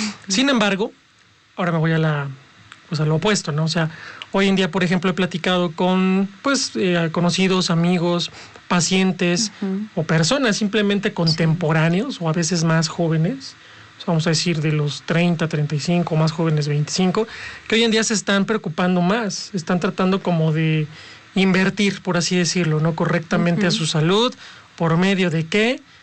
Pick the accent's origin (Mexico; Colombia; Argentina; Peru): Mexico; no es en lo absoluto hablar mal de nosotros como mexicanos